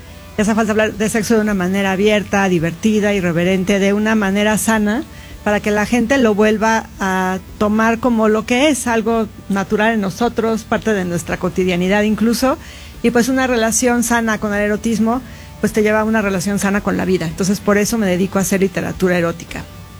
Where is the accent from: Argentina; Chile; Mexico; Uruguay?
Mexico; Mexico City; De la Ciudad de México.